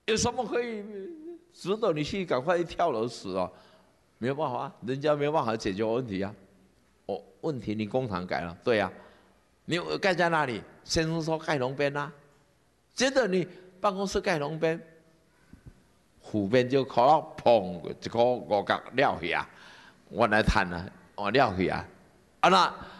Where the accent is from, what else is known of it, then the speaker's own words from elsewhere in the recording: Nantou County, Taiwan; 我是南投人呢